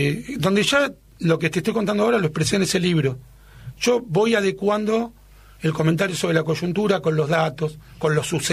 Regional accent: Argentina; los argentinos son mi pueblo, los judíos argentinos son mi pueblo en dos sentidos. Cuando Irán atacó a la Argentina, en la AMIA y antes en la Embajada de Israel, atacó a mi país, invadió mi nación

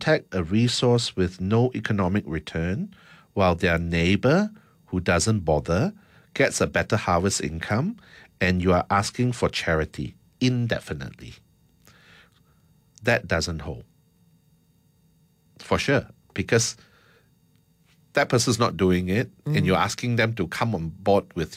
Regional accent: Malaysia

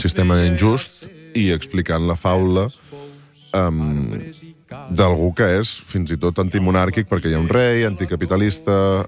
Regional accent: Salt, Catalonia, Spain; Jo sóc, a més de Salt, que és un lloc una mica especial, perquè nosaltres vam conviure amb diferents cultures des de molt petits.

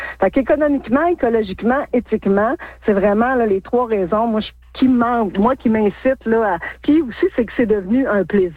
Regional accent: La Sarre, Quebec, Canada; moved away as an adult; moi, je suis originaire de la Sarre. J'ai rendu toute ma jeunesse jusqu'à mon secondaire 5 à la Sarre. Après, j'ai quitté là pour des études dans les Laurentides, à Montréal, à Rouen également, pour revenir là depuis 2007, si je ne me trompe pas, là, que je suis établie.

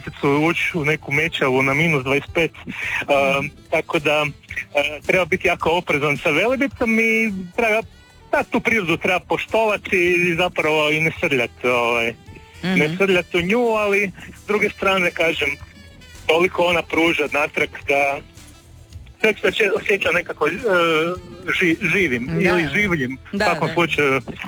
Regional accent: Zagreb, City of Zagreb, Croatia; Ja sam iz Zagreba, pa znam koliko sam na Sljemenu više ljudi doživljavao.

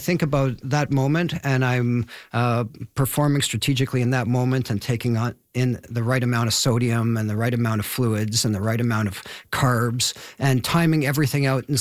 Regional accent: Canada; I'm a Canadian

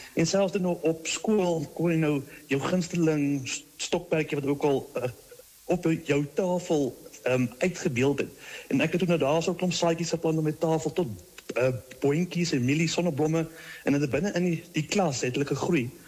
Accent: Meyerton, Gauteng, South Africa; Ek is afkomstig van Meyerton, hier in die Midvaal omgeving Gauteng area

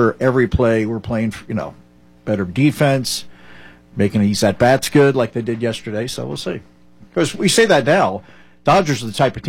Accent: Jersey City, New Jersey, United States; born or raised there

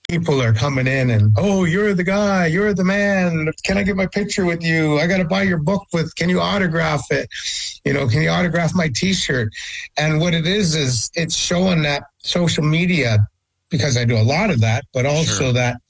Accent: Vancouver Island, British Columbia, Canada; Vancouver Island, my hometown, British Columbia, Vancouver Island

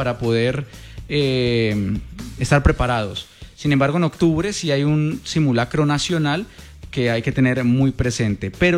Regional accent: Cali, Valle del Cauca, Colombia; encontrarnos de nuevo como caleños.

